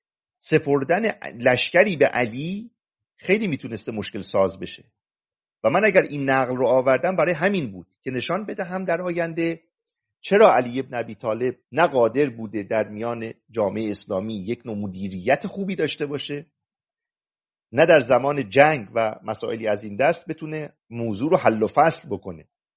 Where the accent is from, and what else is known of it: Mazandaran, Iran